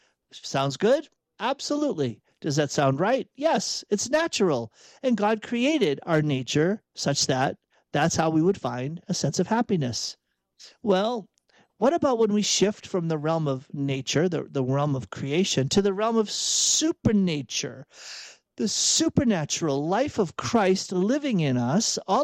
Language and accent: English; Massachusetts, United States; Now, I grew up in outside of Boston, and if you're in New England and you can kind of scrape all the way down to New York and New Jersey, you're going to hear that phrase